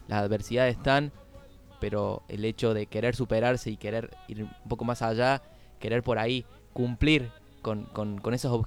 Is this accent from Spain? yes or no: no; Argentina